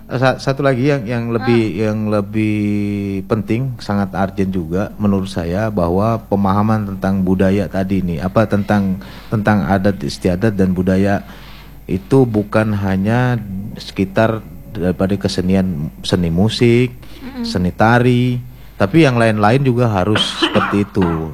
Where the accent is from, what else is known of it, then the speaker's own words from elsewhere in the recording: Balikpapan, East Kalimantan, Indonesia; Nah saya anak mana? Anak Balikpapan. Balikpapan Kalimantan Timur.